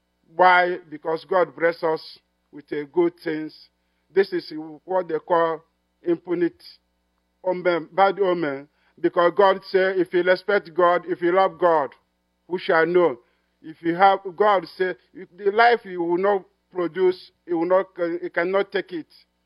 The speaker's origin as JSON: {"language": "English", "area": "Igbo", "region": "Biafra", "country": "Nigeria", "moved": "yes", "lives_now": "Brazil", "said": "I'm from Nigeria, Biafra, Igbo."}